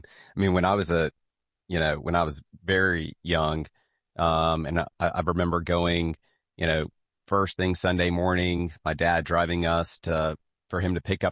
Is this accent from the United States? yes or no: yes; Lufkin, Texas, United States; You know, we grew up in Lufkin City.